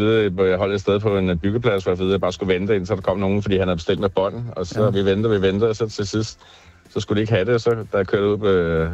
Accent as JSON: {"language": "Danish", "town": "Munkebjergby", "region": "West Jutland", "country": "Denmark", "said": "Det ligger, hvad hedder det, ved Vestjylland, mellem Diana Lund og Sten Lille."}